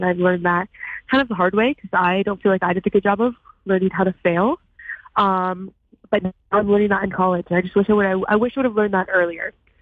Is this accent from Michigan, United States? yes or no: yes; East Grand Rapids, Michigan, United States; moved away as an adult; now in Ann Arbor, United States; my hometown, East Grand Rapids, and we're playing at my high school.